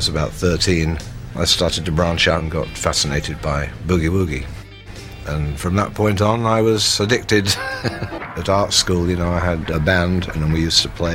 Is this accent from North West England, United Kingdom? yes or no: yes; Cheadle Hulme, North West England, United Kingdom; also born or lived in Macclesfield; I was born in Macclesfield is because my father was a drinker and that was where his favourite pub was. But we lived in Cheadleham, which was in Cheshire. That's where I grew up.